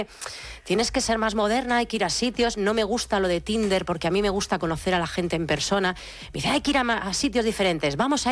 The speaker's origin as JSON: {"language": "Spanish", "town": "Bilbao", "region": "Basque Country", "country": "Spain", "said": "pero yo soy de Bilbao, no podía reculear, ¿sabes?"}